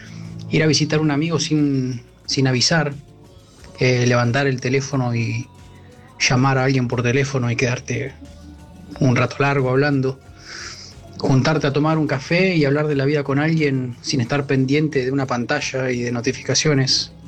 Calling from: Buenos Aires, Argentina; de Microcentro.

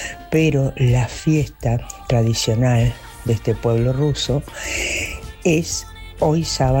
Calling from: San Javier, Río Negro, Uruguay; feliz cumpleaños a mi pueblo San Javier de parte de … sus hijos que son descendientes de rusos.

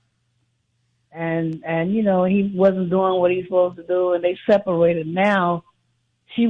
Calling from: New York, United States; I'm from New York

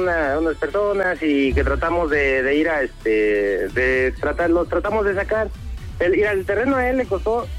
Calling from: Ecatepec, State of Mexico, Mexico; yo soy de Catepec.

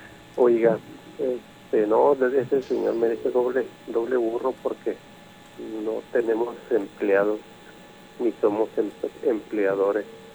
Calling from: Ciudad Juárez, Chihuahua, Mexico; aquí en, al menos en Chihuahua, Ciudad Juárez.

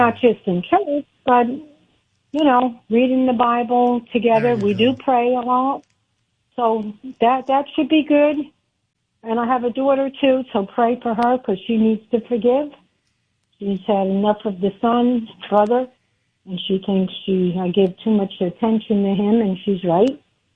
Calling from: New Jersey, United States; I'm calling from New Jersey.

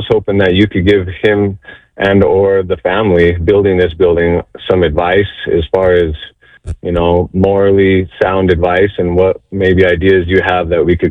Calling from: New Mexico, United States; in New Mexico, we're very liberal over here

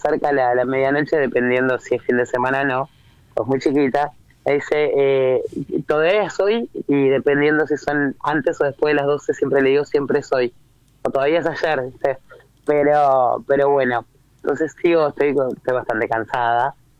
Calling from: Ciudad de la Costa, Canelones, Uruguay; de Uruguay.

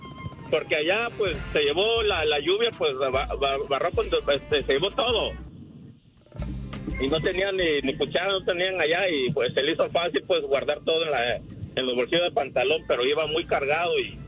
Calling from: Ohio, United States; Vengo de visita a California, soy de Ohio.

